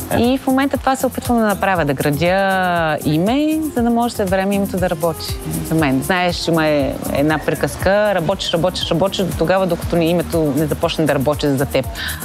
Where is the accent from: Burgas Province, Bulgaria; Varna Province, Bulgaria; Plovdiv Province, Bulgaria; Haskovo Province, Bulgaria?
Varna Province, Bulgaria; Varna; now in Barcelona, Spain; аз съм от Варна, той от София, живеем в близо до Барселона